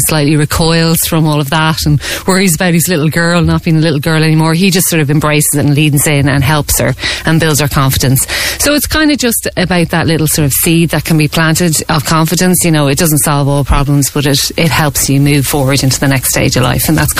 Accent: Dublin, Leinster, Ireland; he knew a lot of retailers in where we grew up in Ballantyre and in Dundrum and kind of surrounding areas

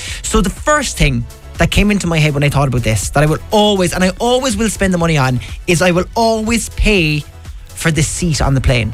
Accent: Cork, Munster, Ireland; because I'm from Cork as well

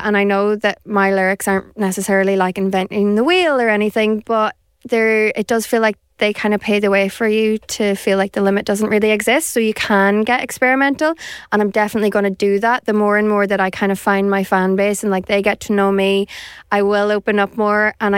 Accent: Downings, County Donegal, Ireland; also born or lived in Carrigart; Was born and raised in Downings around all the beaches and stuff, and then I moved up to like near my granddad's house in Carrigart. So I fly the flag for both towns.

